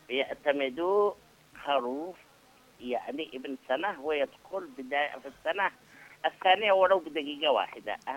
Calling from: Saada Governorate, Yemen

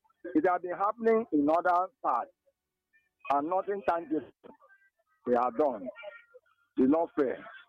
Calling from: Obubra, Cross River, Nigeria; I'm calling from Obubra.

